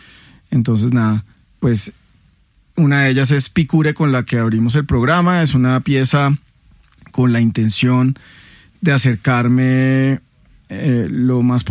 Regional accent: Venezuela; resulta que en mi tierra y creería que también en toda Venezuela se le conoce como chigüire

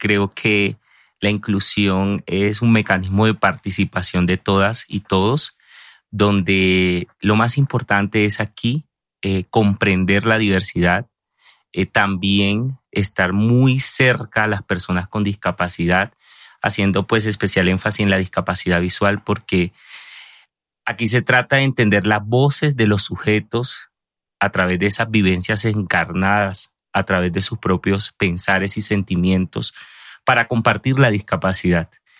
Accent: Barranquilla, Atlántico, Colombia; soy costeño, barranquillero

